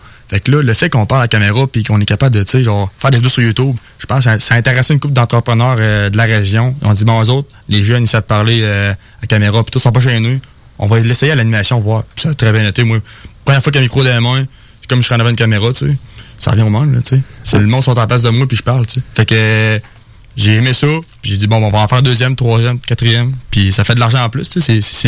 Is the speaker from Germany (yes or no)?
no; Bellechasse, Quebec, Canada; Puis moi, ben, en fait, je viens de Bellechasse, je suis un gars du coin